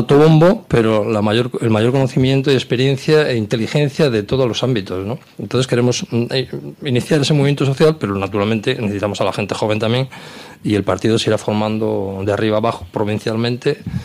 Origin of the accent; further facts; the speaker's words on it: Navarre, Spain; yo soy navarro, vasco-navarro, y cuando hablo con la gente de por allá